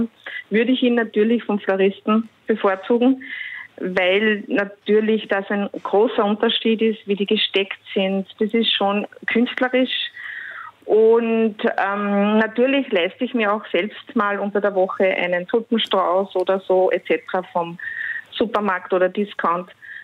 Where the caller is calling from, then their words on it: Lower Austria, Austria; Ich komme sogar auch aus dem Ostviertel, also ich bin nicht weit weg vom Herrn Käfer. Ich wohne im Wolfpassing.